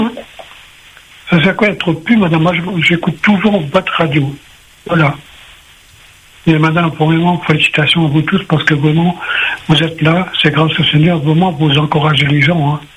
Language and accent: French; Réunion, France; born there; Oui, je suis né à La Réunion, je suis né à la rue Victor le Vigoureux.